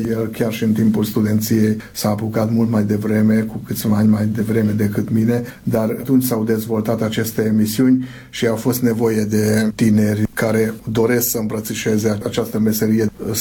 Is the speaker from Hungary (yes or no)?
yes; Gyula, Békés, Hungary; moved away as an adult; also born or lived in Szeged